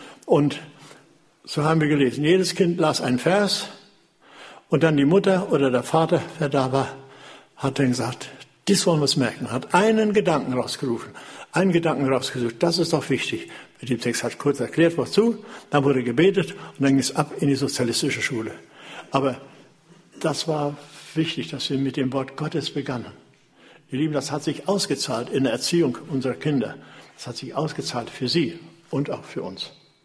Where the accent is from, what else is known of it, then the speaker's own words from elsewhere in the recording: Falkenberg, Germany; Und ich bin heute noch dankbar, dass wir bei uns in der DDR in unserem Falkenberg wohnten.